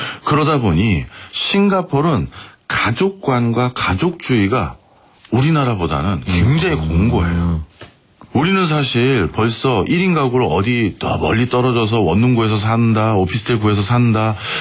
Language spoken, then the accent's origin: Korean; Seoul, South Korea; 저는 집도 서울이라서 굳이 나가서 따로 살 이유가 없잖아요. 통학하는데.